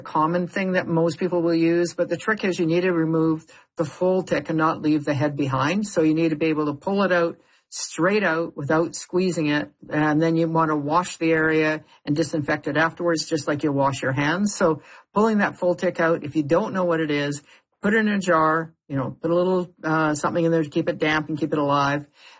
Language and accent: English; British Columbia, Canada; I come from the Cariboo, so definitely our dry, grassy areas are very prone for ticks